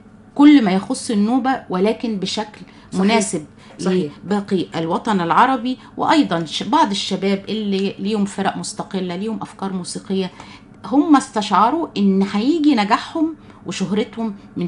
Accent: Egypt; لكن عندنا في مصر

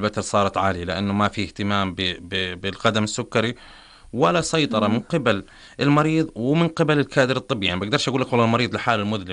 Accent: Jordan; هذا طبعا مش موجود عندنا بالأردن

